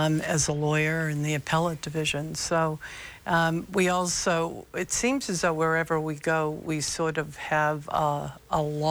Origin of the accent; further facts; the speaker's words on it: Boston, Massachusetts, United States; I grew up in Presentation Parish, and my mother grew up right down the street, so we sort of have a rootedness in Brighton. And I've been there all my life